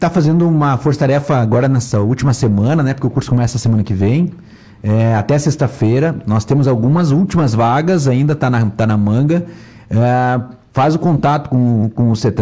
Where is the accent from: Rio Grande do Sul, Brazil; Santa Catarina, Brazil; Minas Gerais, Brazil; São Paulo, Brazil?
Rio Grande do Sul, Brazil; Eu sou gaúcho, né? Mas os gaúchos são meio bairristas, né?